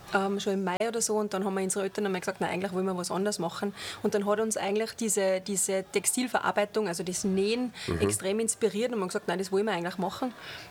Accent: Fusch, Salzburg, Austria; Genau, ich bin dann 5 Jahre in der Modeschule gewesen in Hallein draußen, habe dann maturiert.

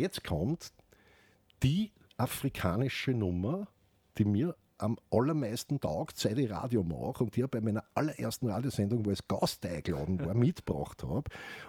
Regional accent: Austria; Österreich, wie wir zuerst gesagt haben, wir sind Österreicher.

